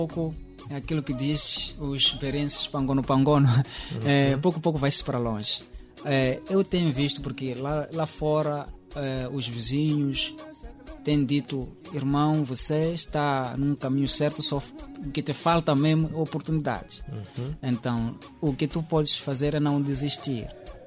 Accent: Nyarim, Inhambane, Mozambique; also born or lived in Quelundo; now in Maputo, Mozambique; Eu sou natural de Nyarim, sim. Fui nascido em Quelundo, Zavala.

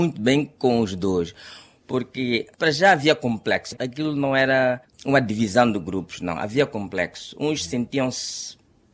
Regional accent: Tete, Mozambique; born there; also born or lived in the interior (rural area); conheci o Beto Mackenzie e foi meu primeiro amigo em Tete, porque foi lá da escola.

